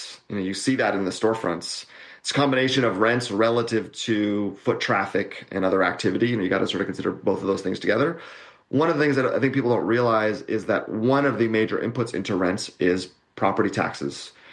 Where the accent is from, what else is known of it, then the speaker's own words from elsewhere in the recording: Canada; You know, it certainly concerns me as a Canadian, because small business owners are a key engine of our economy